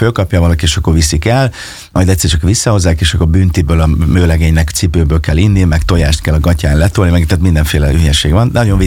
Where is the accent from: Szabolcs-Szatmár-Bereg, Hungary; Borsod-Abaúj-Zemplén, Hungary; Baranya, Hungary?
Szabolcs-Szatmár-Bereg, Hungary; Fényeslitke; also born or lived in Kisvárda; Hát ugye én Fényeslitkén nőttem föl, és Kisvárdán születtem, és hát ott a megyében, ahova hívtak